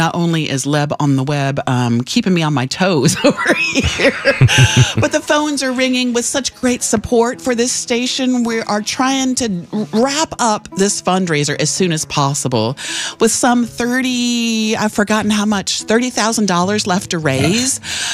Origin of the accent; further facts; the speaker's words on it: Indianapolis, Indiana, United States; I grew up in Indianapolis.